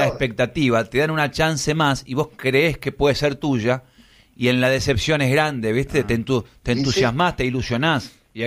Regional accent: Lanús, Buenos Aires Province, Argentina; yo soy de la provincia de Buenos Aires, yo en la Lanús.

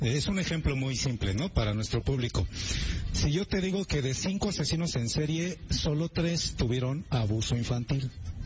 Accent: Mexico; En México somos todavía tendemos a ser muy perjuiciosos

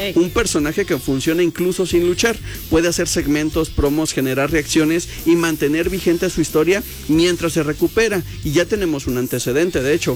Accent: Mexico

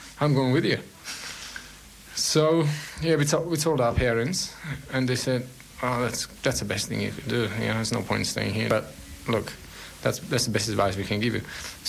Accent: Slovakia; moved away as an adult; now in Australia; I was born in Czechoslovakia, so was Lucy.

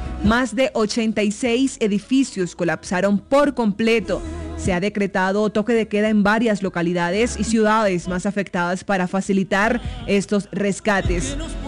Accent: Colombia; este momento tan duro que estamos viviendo como colombianos

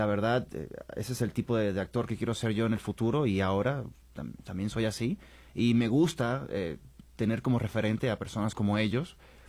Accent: Cuba; moved away; en esa época vivía en Cuba todavía.

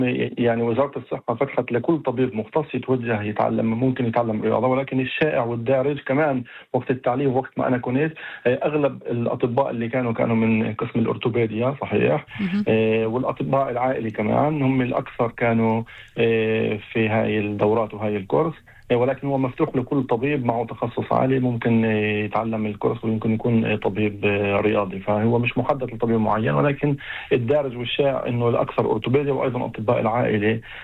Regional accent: Israel; في بلادنا في إسرائيل

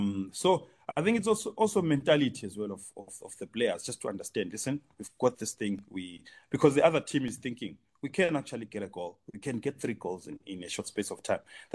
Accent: France; Because I mean, I grew up in France. I'm now playing for Morocco.

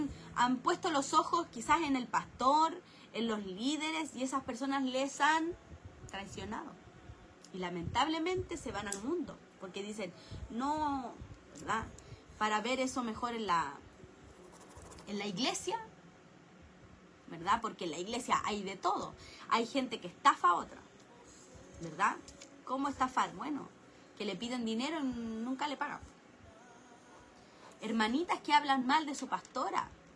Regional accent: Chile; now in Monterrey, Mexico; no, yo soy chilena, pero vivo aquí en México. Y yo ya pienso que hablo como regia, pero no hablo como regia todavía. Entonces dice, que nuestra manera de hablar nos delata, ¿verdad?

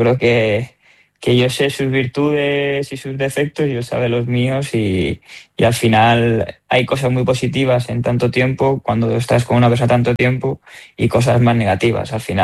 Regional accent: Terrassa, Catalonia, Spain; yo soy catalán y en Cataluña tenemos exacto, tenemos de las dos

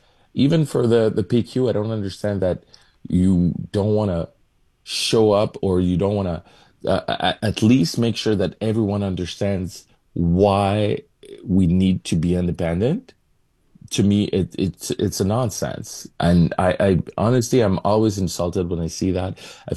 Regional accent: Montreal, Quebec, Canada; first language French; English is a second language; I'm francophone. You can hear it. Grew up in Montreal, Haitian descent. French is my first language. It will always be.

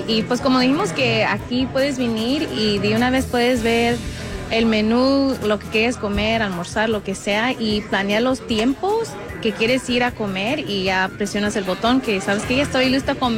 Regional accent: Mexico; para mí, siendo mexicana

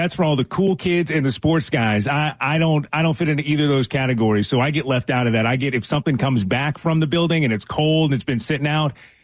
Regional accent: South Carolina, United States; I'm from South Carolina, so our football is our sport.

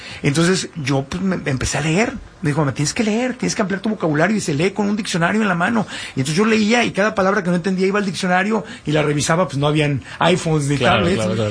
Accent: Tijuana, Baja California, Mexico; yo nací y crecí en Tijuana, le mando un abrazo con mucho cariño a la gente de Tijuana.

